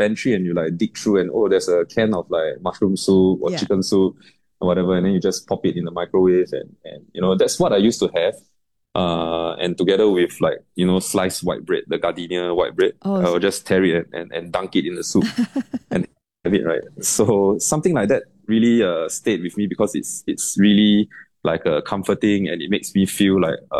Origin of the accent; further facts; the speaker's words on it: Singapore; So as a Singaporean, we have, in our daily lives, we see things from all over the world and we kind of like reinterpret them and it becomes Singaporean